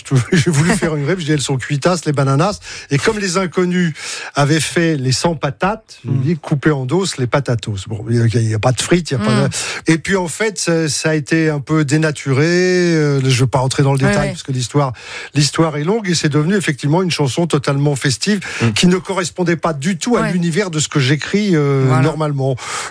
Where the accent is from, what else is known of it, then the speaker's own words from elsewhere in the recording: Paris, Île-de-France, France; moi, je suis un Parigot.